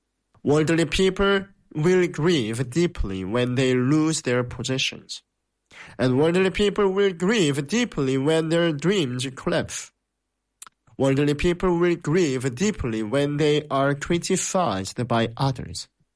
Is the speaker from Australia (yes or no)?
no; South Korea; English is a second language; moved away; When I came here, and when I say I came from Korea, they say, oh, I want to go to Korea.